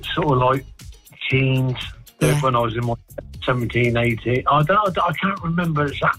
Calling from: Evershot, South West England, United Kingdom; I'm in a little village in Evershot in Dorset.

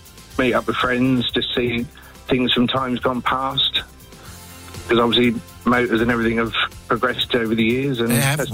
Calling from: Ipswich, East of England, United Kingdom; I'm calling from Ipswich

